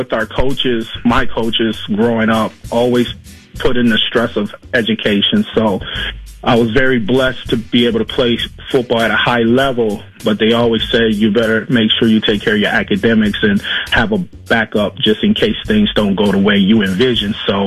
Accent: Saint Paul, Minnesota, United States; I grew up in the Rondo community, played all my sports, if not all.

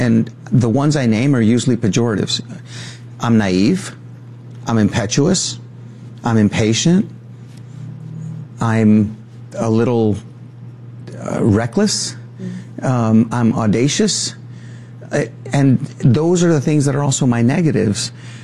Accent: Washington, District of Columbia, United States; They've all been in Washington, D.C., which is my hometown.

